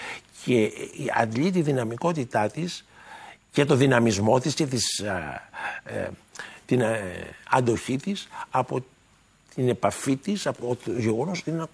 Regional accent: Greece; σε σχέση με τα συμφέροντα της χώρας μου.

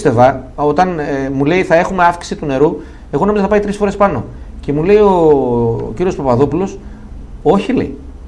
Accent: Greece; Εγώ δεν μπορώ να καταλάβω για ποιο λόγο εγώ που είμαι Έλληνας

